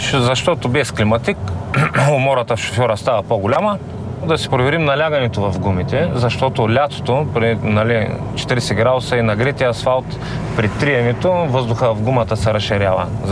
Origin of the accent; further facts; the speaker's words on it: Veliko Tarnovo, Veliko Tarnovo Province, Bulgaria; сега, примерно ние сме от Велико Търново, трябва да стигнем до Черноморието